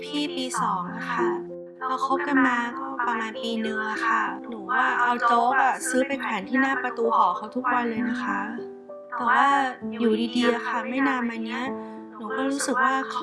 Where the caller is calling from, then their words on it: On Nut, Bangkok, Thailand; บ้านอยู่อ่อนนุชค